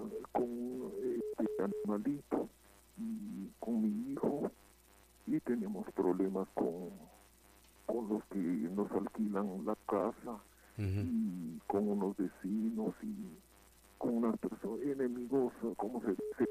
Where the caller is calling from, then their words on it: Sacatepéquez, Guatemala; Sí, de Zacatepeques.